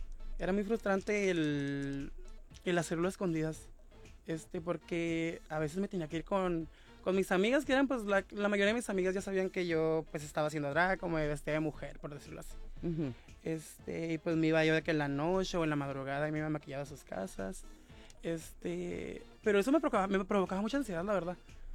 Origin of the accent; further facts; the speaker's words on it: Ensenada, Baja California, Mexico; born there; soy de aquí de Ensenada, el mayor tiempo de mi vida lo he vivido aquí.